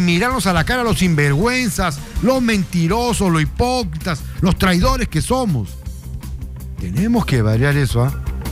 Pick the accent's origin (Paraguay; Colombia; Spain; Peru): Peru; Así somos los peruanos.